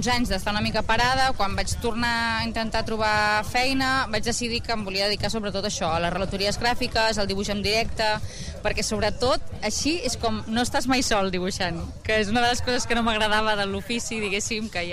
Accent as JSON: {"language": "Catalan", "town": "Martorell", "region": "Catalonia", "country": "Spain", "said": "Bueno, jo soc de Martorell, llavors ja..."}